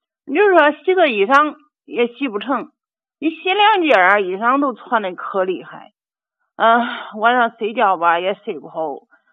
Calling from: Kaifeng, Henan, China; 我是开封兰考县的呀，

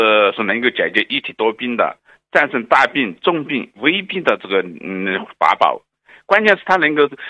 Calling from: Wanzhou, Chongqing, China; 重庆万州区的。

